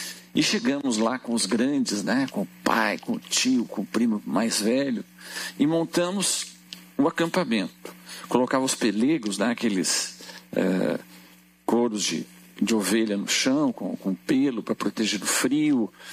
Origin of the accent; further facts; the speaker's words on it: Porto Alegre, Rio Grande do Sul, Brazil; Eu sou gaúcho, sou de Porto Alegre, mas os meus avós tinham uma pequena fazenda numa cidade do interior, perto do Uruguai, que é São Gabriel.